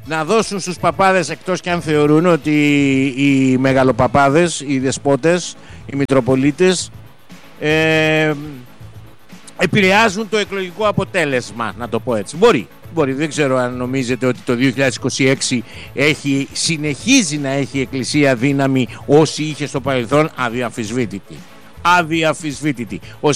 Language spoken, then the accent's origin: Greek; Western Greece, Greece; στο Αγρίνιο, στην πατρίδα μου, την Ετωλό Ακαρνανία.